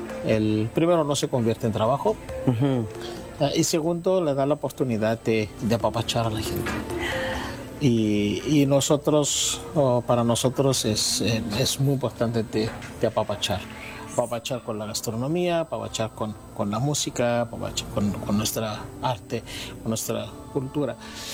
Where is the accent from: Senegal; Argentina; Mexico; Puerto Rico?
Mexico; Siento que se logra transmitirse un poquito lo que somos los mexicanos.